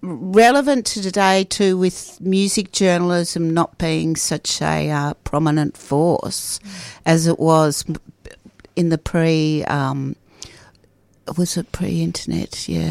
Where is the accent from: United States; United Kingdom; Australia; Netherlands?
Australia; Melbourne, Victoria; now in Sydney, Australia; I grew up in Melbourne.